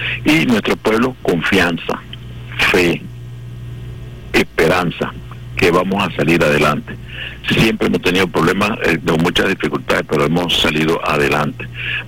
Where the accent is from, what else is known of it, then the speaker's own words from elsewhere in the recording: Venezuela; como el pueblo valiente que somos los venezolanos y las venezolanas.